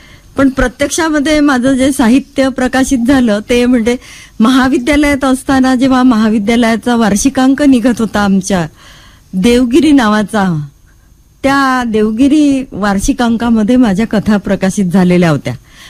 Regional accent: Darwha, Maharashtra, India; माझं माहेर यवतमाळ जिल्ह्यातील दारव्हा येथील.

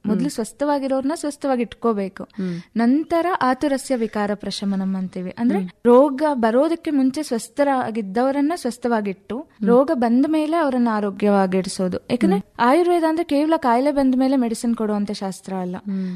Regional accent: Chikkamagaluru, Karnataka, India; moved away as an adult; also born or lived in Davanagere / Hassan; ನಮ್ಮ ಚಿಕ್ಕಮಗಳೂರಲ್ಲಿ ಧರ್ಮಸ್ಥಳ ಸಂಸ್ಥೆಯವ್ರದ್ದು ಒಂದು ಪುಟ್ಟ ಕ್ಲಿನಿಕ್ ಇದೆ

